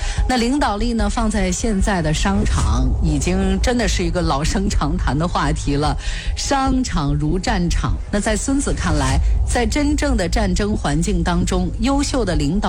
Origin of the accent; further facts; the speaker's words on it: China; 我们中国人又喜欢讲智勇双全嘛，那这也是很多人名字的来源，寄托家人的期待。